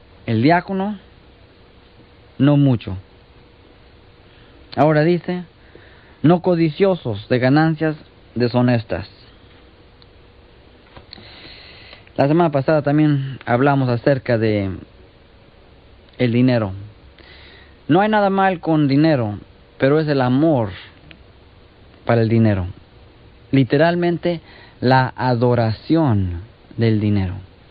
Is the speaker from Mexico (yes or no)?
yes; Mexico; born there; moved away; Yo me acuerdo de niño en México y cuando íbamos a comer con mis abuelos